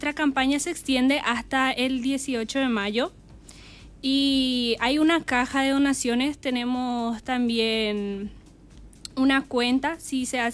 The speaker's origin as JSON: {"language": "Spanish", "region": "Concepción", "country": "Paraguay", "moved": "yes", "said": "Yo soy de la ciudad de Uyahu, departamento de Concepción."}